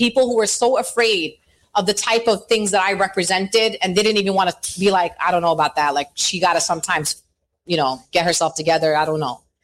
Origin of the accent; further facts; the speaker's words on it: New York, United States; I'm a New Yorker